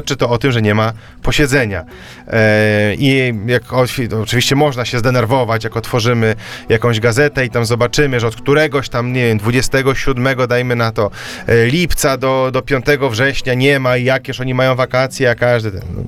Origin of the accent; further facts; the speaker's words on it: Mińsk Mazowiecki, Masovian Voivodeship, Poland; Ja sam zresztą pochodzę z Mińska Mazowieckiego, byłem samorządowcem w powiecie mińskim, jestem patriotą powiatu mińskiego.